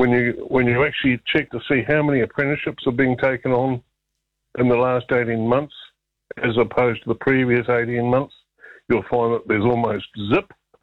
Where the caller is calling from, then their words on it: Wellington, New Zealand; I come from the Wellington region